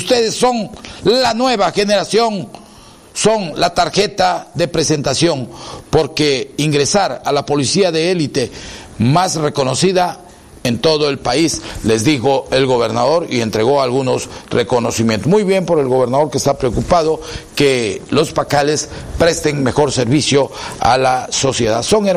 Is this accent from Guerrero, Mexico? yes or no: no; Chiapas, Mexico; vénganse a Chiapas, vengan a conocer mi tierra, mi casa